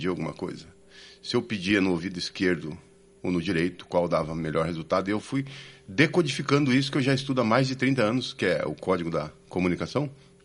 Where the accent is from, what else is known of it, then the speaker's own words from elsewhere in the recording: São João do Ivaí, Paraná, Brazil; born there; Sou paranaense. Nascido no interior do Paraná, São João do Ivaí, aquela região.